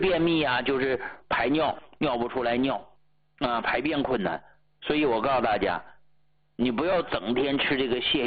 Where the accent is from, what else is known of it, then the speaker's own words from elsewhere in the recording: Hegang, Heilongjiang, China; moved away; 我老家呀是黑龙江鹤岗的